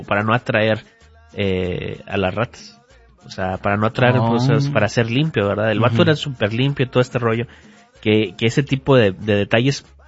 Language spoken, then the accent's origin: Spanish; Monterrey, Nuevo León, Mexico; Yo vengo de Ciudad Grande, de Monterrey, ¿verdad?